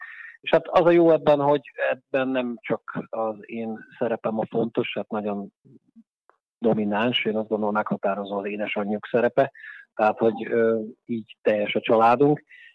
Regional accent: Vrakúň, Trnava Region, Slovakia; also born or lived in Nitra; a szülőfalumhoz, Nyékvárkúnyhoz közel a járási székhelyen, Dunaszerdahelyen dolgozom

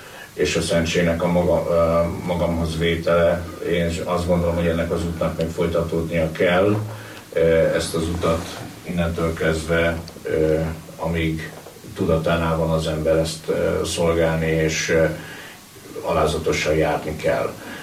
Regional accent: Dunaújváros, Fejér, Hungary; egy olyan városban nőttem fel, ahol hát nem volt jellemző a vallásos nevelés.

